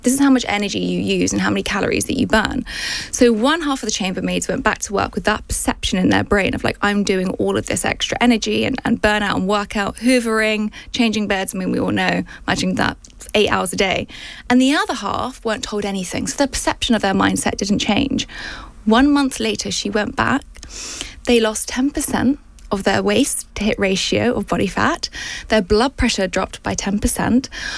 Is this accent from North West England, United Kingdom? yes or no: no; Portsmouth, South East England, United Kingdom; moved away; also born or lived in New York; And I was from Portsmouth, and these things just didn't happen.